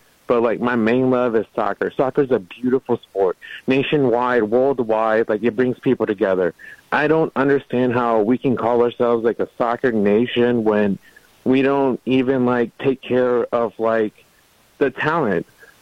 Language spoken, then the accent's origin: English; Mexico; now in Fredericksburg, United States; I'm from Mexico.